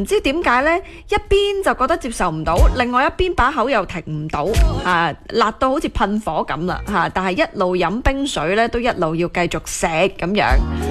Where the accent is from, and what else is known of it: Guangdong, China